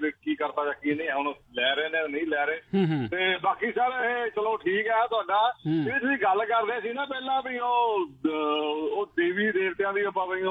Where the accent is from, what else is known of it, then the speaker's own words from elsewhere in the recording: Punjab, India; ਜਲੰਧਰ ਨਾਲ ਸਾਡੀਆਂ ਬੜੀਆਂ ਪੁਰਾਣੀਆਂ ਯਾਦਾਂ ਜੁੜੀਆਂ ਹੈ ਤੇ ਮੇਰਾ ਪਿੰਡ ਵੀ ਜਲੰਧਰ ਜ਼ਿਲ੍ਹੇ ਦਾ ਆਖਰੀ ਪਿੰਡ ਹੈਗਾ